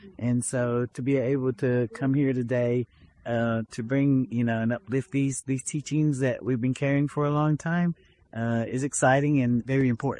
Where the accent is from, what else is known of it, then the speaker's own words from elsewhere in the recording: Cherokee, North Carolina, United States; I'm from the Eastern Band of Cherokee, from Cherokee, North Carolina. We're one of the three sister tribes, which we are in our traditional homeland of our people, Anigadua.